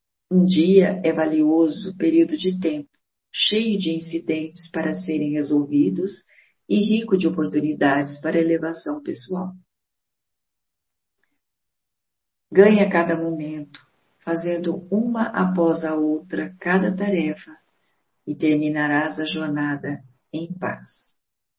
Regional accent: Bueno Brandão, Minas Gerais, Brazil; sou de Minas Gerais, da cidade de Bueno Brandão.

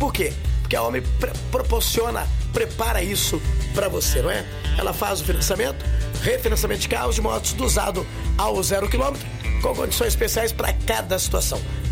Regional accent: Descalvado, São Paulo, Brazil; moved away; em Descalvado, minha terra querida, amada e inesquecível, onde tudo começou em minha vida

